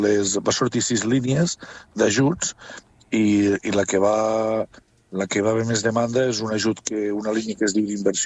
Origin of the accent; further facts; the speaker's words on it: Catalonia, Spain; els municipis de la part lleidatana, que som els del Segrià, de la part sud del Segrià